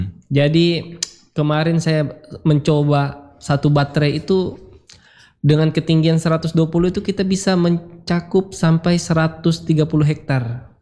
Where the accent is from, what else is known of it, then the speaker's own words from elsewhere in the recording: Ampana, Central Sulawesi, Indonesia; born there; moved away as an adult; now in Palu, Indonesia; Kalau saya lahir di Ampana.